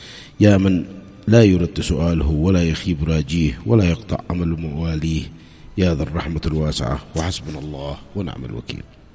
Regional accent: Yemen

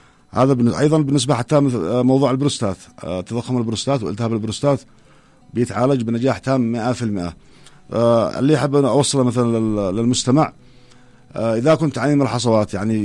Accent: Yemen; طبعا بالنسبة لأمراض الكلى هي أمراض شائعة جدا يعني يعني عندنا في اليمن.

